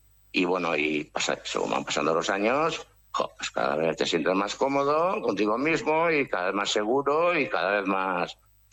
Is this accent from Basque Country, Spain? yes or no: yes; Oiartzun, Basque Country, Spain; yo no estoy en el barrio, no estoy en el pueblo, yo soy de Oyarzún.